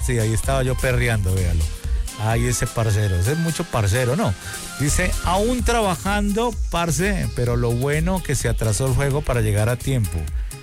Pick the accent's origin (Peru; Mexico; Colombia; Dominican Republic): Mexico; somos mexicanos.